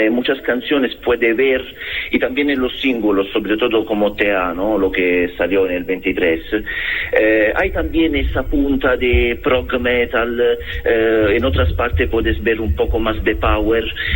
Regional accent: Italy; Spanish is a second language; moved away; Sí, soy italiano.

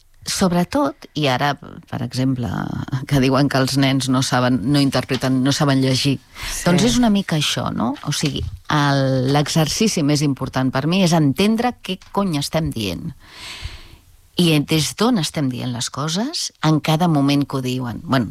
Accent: Catalonia, Spain; Sí, molt més complicat. Però, a veure, és el meu idioma.

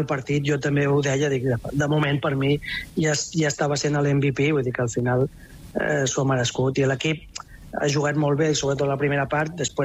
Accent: Guimerà, Catalonia, Spain; born or raised there; also born or lived in Sabadell / Balearic Islands / Canary Islands; now in Cape Verde

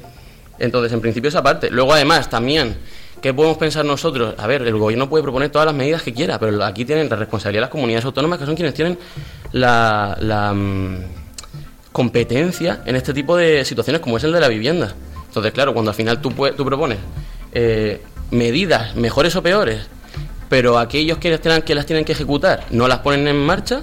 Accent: Spain

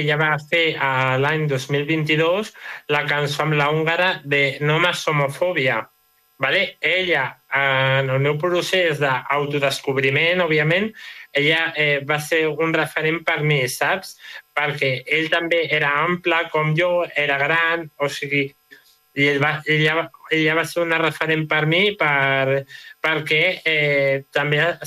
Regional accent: Barberà del Vallès, Catalonia, Spain; jo soc de Barberà

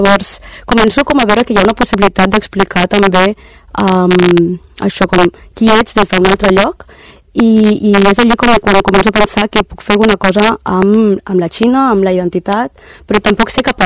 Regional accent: Tarragona, Catalonia, Spain; also born or lived in China; contestar que soc de Tarragona

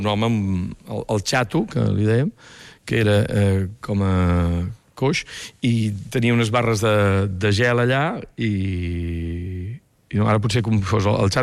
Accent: Vila-seca, Catalonia, Spain; Jo vaig néixer l'any 63, en aquella època. Soc dels últims que va néixer el poble

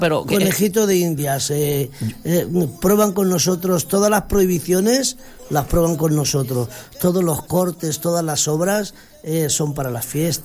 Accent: Barcelona, Catalonia, Spain; Los que somos de allí, del Carmelo, conocemos bien el Parque Güell. Pues en mi caso era mi parque de recreo cuando era pequeño.

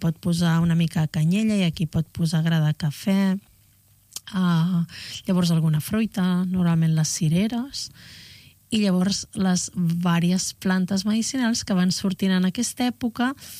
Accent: Montseny, Catalonia, Spain; moved away; also born or lived in Viladrau; Jo que vinc del Montseny

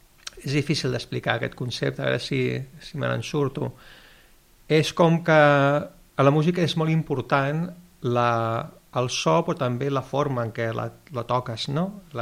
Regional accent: Mataró, Catalonia, Spain; born there; moved away as an adult; also born or lived in London; jo vaig néixer a Mataró, que a Mataró tampoc és que hi hagi molta... Si et vols dedicar a composar, pues allà no hi ha indústria musical.

